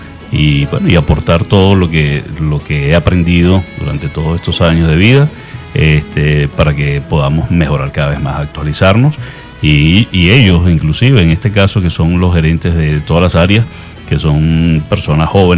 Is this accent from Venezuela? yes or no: yes; Caracas, Capital District, Venezuela; moved away as an adult; now in San Cristóbal, Venezuela; soy de Caracas.